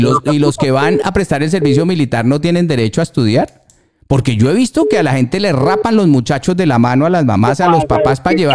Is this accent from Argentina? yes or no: no; Colombia; Yo soy colombiano igual que usted